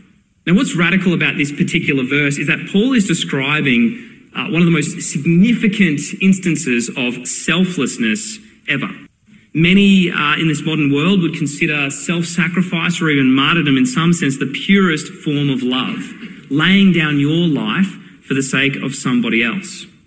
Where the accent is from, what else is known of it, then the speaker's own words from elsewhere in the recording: Brisbane, Queensland, Australia; About 15 years ago, to the day, Brisbane, my hometown, had one of the worst floods it had in decades.